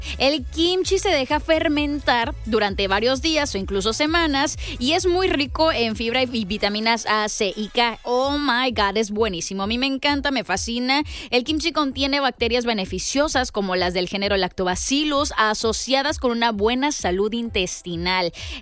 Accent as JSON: {"language": "Spanish", "town": "Monterrey", "region": "Nuevo León", "country": "Mexico", "said": "nosotros como regios nos encanta la carne."}